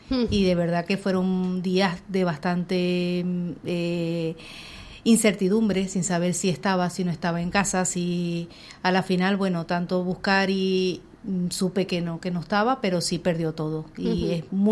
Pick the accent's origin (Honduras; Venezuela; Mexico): Venezuela; moved away as an adult; now in Spain; yo salí de Venezuela pensando en un futuro mejor para mis hijas. Y yo veo a mis hijas y las veo bien aquí en España.